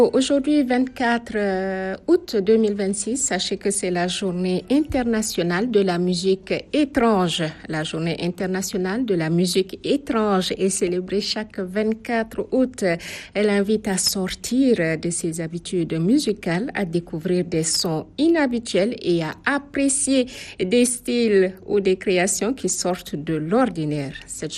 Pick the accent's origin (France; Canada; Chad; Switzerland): Chad; On est africain, on est tchadien.